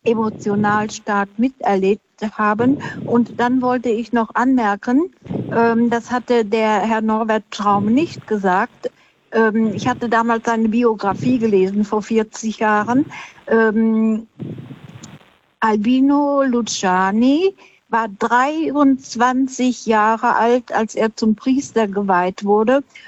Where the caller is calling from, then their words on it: Munich, Bavaria, Germany; ich rufe aus München an.